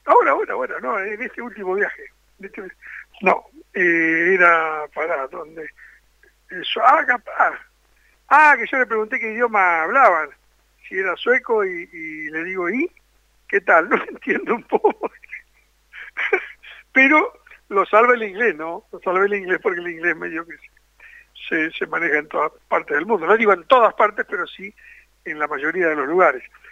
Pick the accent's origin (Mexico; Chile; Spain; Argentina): Argentina; Yo soy argentino